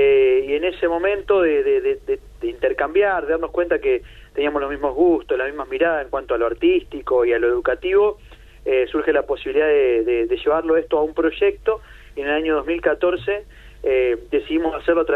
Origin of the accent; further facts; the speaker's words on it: Santa Fe, Argentina; now in Buenos Aires, Argentina; yo soy de Santa Fe, Casio de Sao Paulo, Brasil, y Eva es del conurbano bonaerense, de Castelar, y nos conocimos aquí en Buenos Aires, viviendo en Buenos Aires